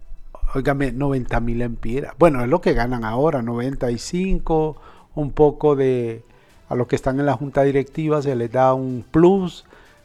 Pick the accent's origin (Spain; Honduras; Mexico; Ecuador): Honduras; Así somos los hondureños.